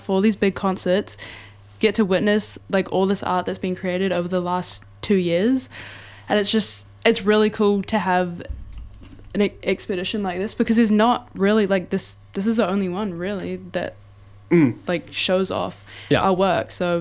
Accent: Mangawhai, Northland, New Zealand; I'm from Mungify

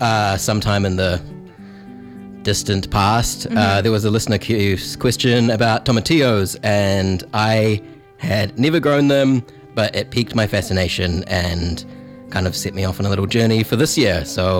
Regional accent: Christchurch, Canterbury, New Zealand; you know, I'm from South Island, Christchurch, and we didn't grow tomatillos.

